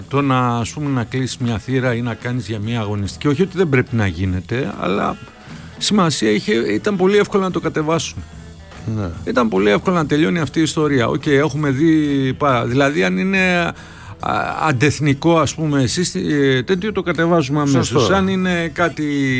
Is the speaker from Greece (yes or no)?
yes; Western Greece, Greece; also born or lived in Tripoli; Απίργο και Αμαλιάδα, λέει ο φίλος. Κοίτα, okay, εγώ είμαι από εκεί.